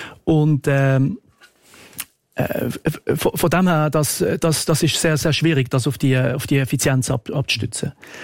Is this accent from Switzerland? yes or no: yes; Switzerland; Wenn wir das als Schweizer Bevölkerung, dass wir verpflichtet werden, zu pflegen